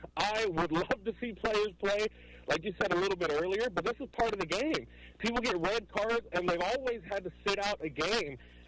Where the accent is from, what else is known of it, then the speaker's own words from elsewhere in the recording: United States; Listen, I get it. As an American, that sucks.